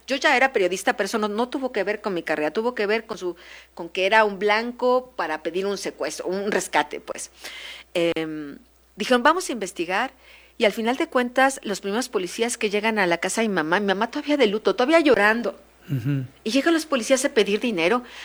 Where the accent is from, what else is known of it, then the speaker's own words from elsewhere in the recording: Mexico; y nosotros como mexicanos las mirábamos porque son las madres buscadoras